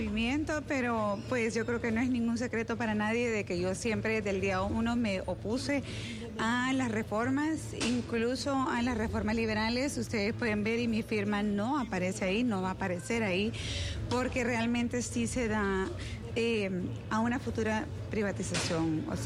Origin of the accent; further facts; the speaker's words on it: Honduras; yo soy hondureña